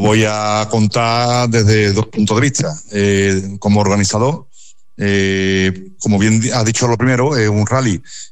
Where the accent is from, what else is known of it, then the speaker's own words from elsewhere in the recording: Andalusia, Spain; Y yo era pequeñito y bueno, veía pasar los coches por mi pueblo, que en aquella época vivía yo en El Paso, salían desde Sevilla hacia la Sierra Mor